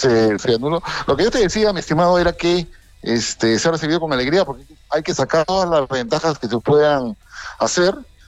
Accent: La Paz, Bolivia; now in Lima, Peru; como boliviano y sobre todo como paceño

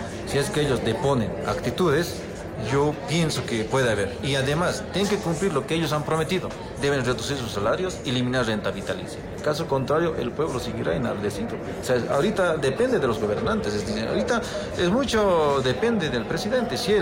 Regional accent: Bolivia; porque todos somos bolivianos. Seamos, independientemente tengamos identidades culturales, aymaras, quechos, guaraníes, blanco, mestizos, pero todos somos bolivianos.

